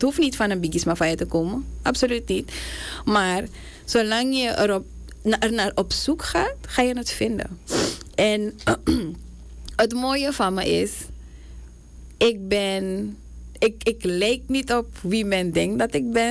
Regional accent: Suriname

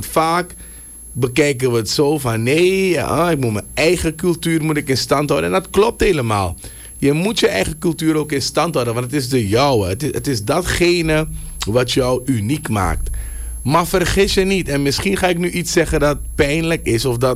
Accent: Suriname; daar kunnen wij als Surinamers iets van leren.

